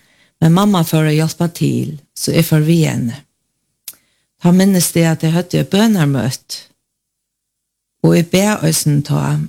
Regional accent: Klaksvík, Faroe Islands; moved away as an adult; now in Tórshavn, Faroe Islands; Vi er født i Klaksvøk, og her bor jeg det meste av Baddomsårene. Men de søgneste mange årene har vi bor i Torsjøen.

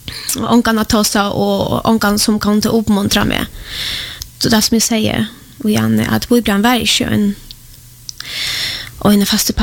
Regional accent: Poland; now in Sweden; Jag är född och uppvuxen i Polen.

